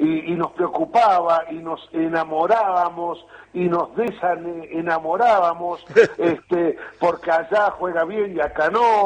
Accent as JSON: {"language": "Spanish", "country": "Argentina", "said": "porque es como que los argentinos siempre necesitamos de un líder, de un caudillo."}